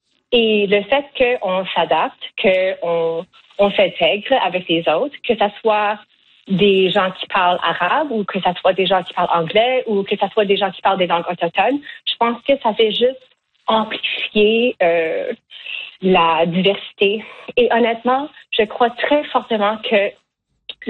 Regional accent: Acadia, Canada; born there; accent: Acadian (Chiac); first language French; moved away as an adult; also born or lived in Montreal; now in Northwest Territories, Canada; moi, en tant que personne qui a été née en Acadie, moi, je ne trouve pas que mon accent est laid. Je trouve que mon français, tu sais, j'ai grandi entre deux langues

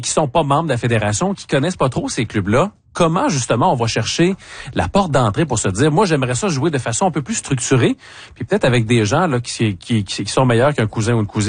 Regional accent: Quebec, Canada; 2030, les championnats du monde qui sont chez nous au Québec?

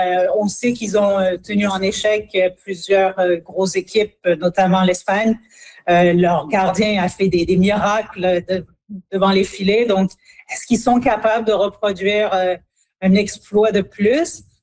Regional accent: France; born there; moved away; je suis née en France.

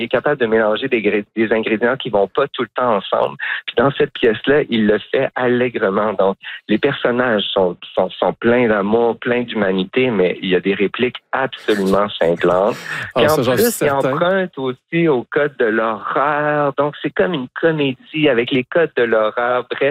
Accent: Quebec, Canada; moved away; je viens de la Gaspésie, ici, de la baie des Chaleurs

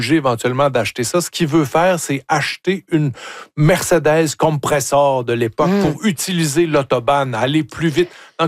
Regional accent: Cookshire, Quebec, Canada; Je viens, je le répète, de Cookshire, comme disent les anglophones

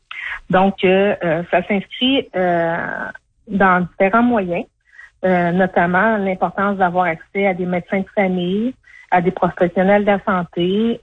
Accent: Val-des-Sources, Quebec, Canada; Moi, je suis native de Val-des-Sources. Là, j'y ai passé mon enfance, mon adolescence. J'ai encore de la famille là qui y habite. Donc, c'est quand même un petit coin de pays que je connais un peu.

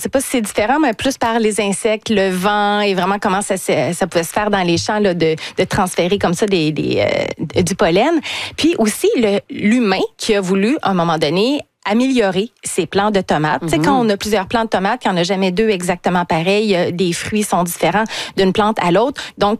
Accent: Canada; vers chez nous, au Canada

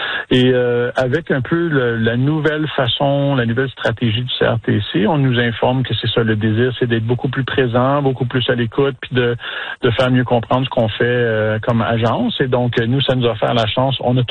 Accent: Saskatchewan, Canada; nos jeunes françaisquois, françaisquoises, puissent se voir, s'entendre, entendre notre accent

